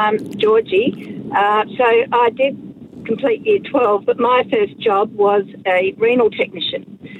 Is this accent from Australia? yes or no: yes; South Australia, Australia; I'm probably giving you the message there that I'm not from Victoria. I'm from South Australia.